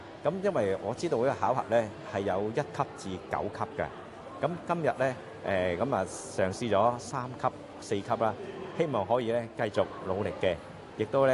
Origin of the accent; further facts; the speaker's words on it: Hong Kong; 是一个退休的公务员来的。